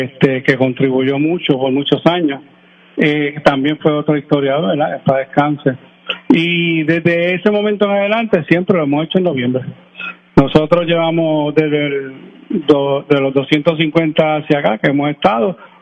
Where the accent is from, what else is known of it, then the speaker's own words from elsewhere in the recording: Moca, Puerto Rico; yo sigo siendo jibarito de Moca y con mucho orgullo